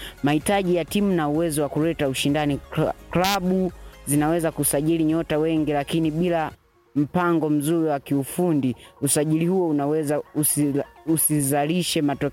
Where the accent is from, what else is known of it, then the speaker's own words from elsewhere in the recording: Utulo, Iringa, Tanzania; natokea mtaa wa Utulo, kata ya Ifunda.